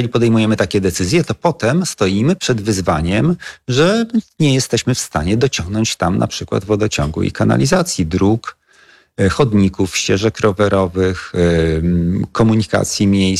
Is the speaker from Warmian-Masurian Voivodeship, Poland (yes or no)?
yes; Warmian-Masurian Voivodeship, Poland; moved away; nie jestem z urodzenia nie tylko Białęczaninem, ale w ogóle warszawiakiem. Ja pochodzę z Mazur.